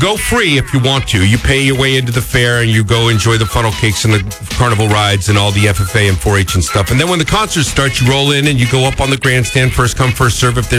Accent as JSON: {"language": "English", "region": "California", "country": "United States", "tie": "born there", "also_born_or_lived": "San Luis Obispo", "moved": "yes", "said": "I got off the plane in 93 coming home to my home state of Cali."}